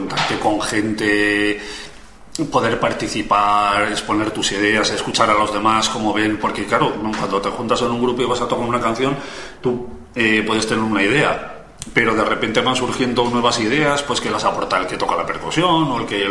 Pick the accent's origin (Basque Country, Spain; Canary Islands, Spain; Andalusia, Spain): Basque Country, Spain; San Sebastián; porque yo nací en San Sebastián. Y allí, pues la verdad es que en la comunidad del País Vasco, pues un instrumento muy popular.